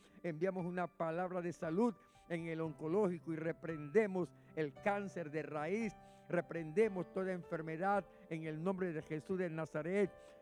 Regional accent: Panama; nosotros como panameños

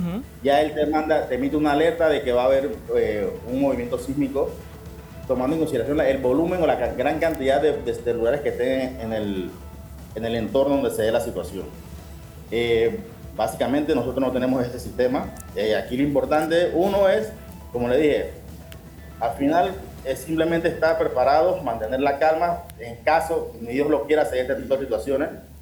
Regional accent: Panama

